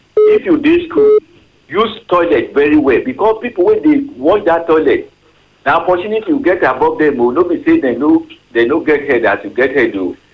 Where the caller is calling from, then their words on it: Nigeria; I'm calling from Waroka.